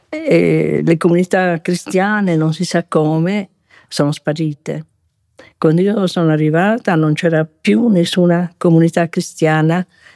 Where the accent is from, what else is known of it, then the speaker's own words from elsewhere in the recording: Sardinia, Italy; molti del mio paese di origine, che era un paese del cuore della Barbagia.